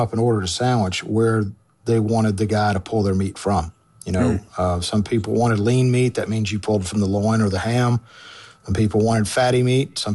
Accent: Memphis, Tennessee, United States; born there; I was born in Memphis.

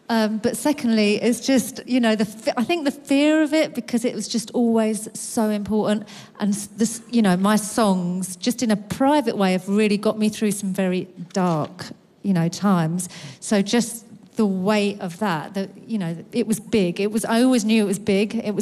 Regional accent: London, United Kingdom; I'm from London, which is why I speak like this.

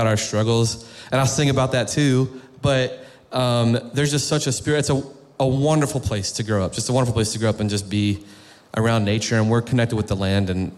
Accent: West Virginia, United States; just so you know, I'm from West Virginia. I need you to understand that. So we're very proud of where we're from.

